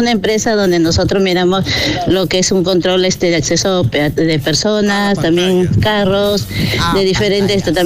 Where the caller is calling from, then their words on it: Mala, Lima, Peru; soy de Mala.